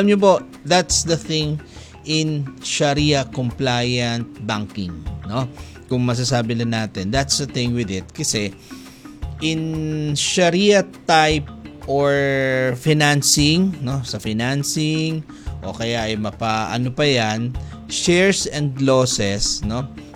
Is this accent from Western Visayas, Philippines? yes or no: no; Marawi, Bangsamoro, Philippines; sa amin sa Marawi, eh, isa talaga yan sa talagang damang-dama namin because we are the one who generates, or yung lake namin generates electricity that powers 75% of Mindanao